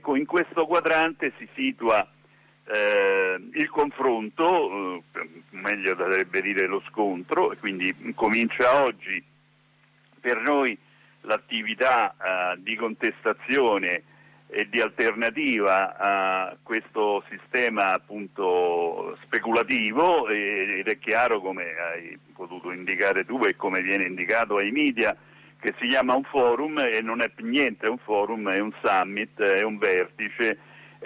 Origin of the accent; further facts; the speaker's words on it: Rome, Lazio, Italy; non essere possessivi in quanto romani